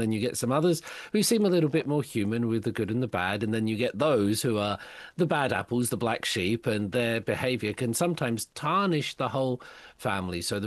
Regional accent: United Kingdom; just before we come to King Harald, you mentioned the scandals of royal families, and we'll come to them as a British person.

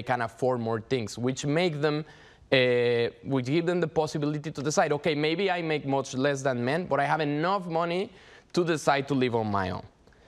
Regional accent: Mexico; moved away as an adult; now in South Korea; my home country in Mexico

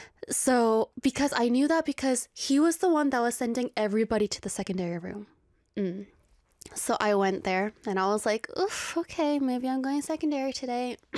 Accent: South Korea; I'm from Korea.

